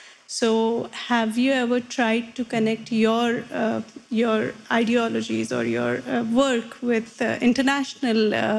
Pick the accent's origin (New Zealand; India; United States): India; like I come from India, and in India, water is, it's treated as a goddess.